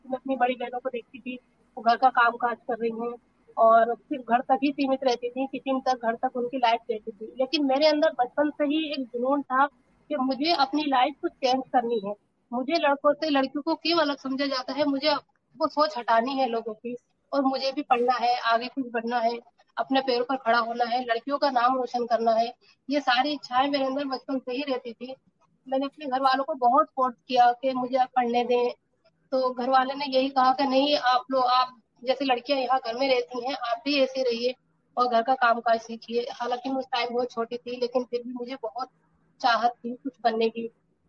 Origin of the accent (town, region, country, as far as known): Rampur, Uttar Pradesh, India